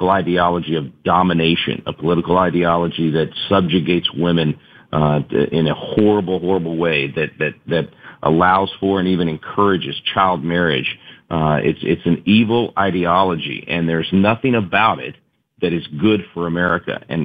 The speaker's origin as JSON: {"language": "English", "region": "Texas", "country": "United States", "tie": "born or raised there", "said": "even when it was in my own state, frankly, where I grew up in the Dallas-Fort Worth area, my old high school is one of the ones that's been highlighted"}